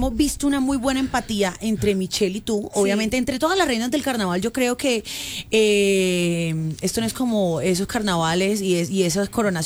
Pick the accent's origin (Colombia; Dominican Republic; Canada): Colombia; Barranquilla, Atlántico; como barranquillera, como costeña, como persona que estudió toda la vida allá, que vivió su niñez allá